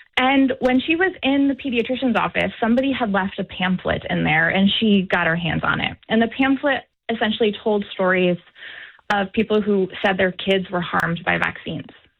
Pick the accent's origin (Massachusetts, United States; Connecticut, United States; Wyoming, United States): Connecticut, United States; Thomaston; I was raised in Northwest Connecticut in a small town called Thomaston.